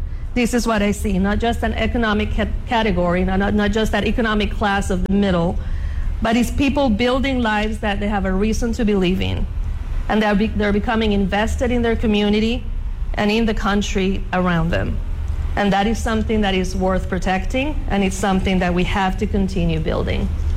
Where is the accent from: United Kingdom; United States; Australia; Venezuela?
Venezuela; moved away; growing up in Venezuela